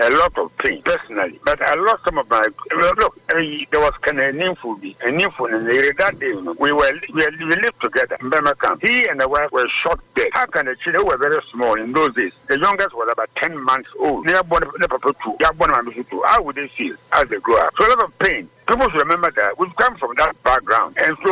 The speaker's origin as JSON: {"language": "English", "country": "Ghana", "said": "I'm not a politician, MPP, I'm not an NDC. I'm a Ghanaian. Who wants the best for Ghana?"}